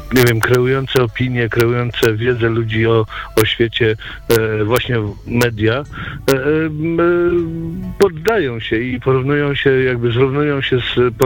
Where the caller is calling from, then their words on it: Gniezno, Greater Poland Voivodeship, Poland; Dobry wieczór, pozdrawiam z Gniezna.